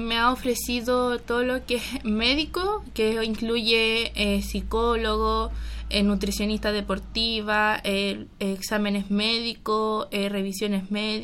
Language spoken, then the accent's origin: Spanish; Tomé, Biobío, Chile; Soy del Cerro al Santo, del sector 3.